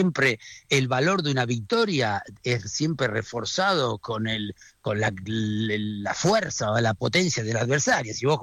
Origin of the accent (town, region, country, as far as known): Argentina; now in France